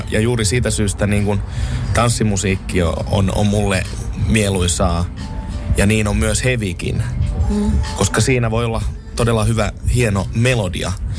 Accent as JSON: {"language": "Finnish", "town": "Kokkola", "region": "Central Ostrobothnia", "country": "Finland", "said": "Mä oon Kokkolasta kotoisin ja Poukihan on aina kuulunut Kokkolaan"}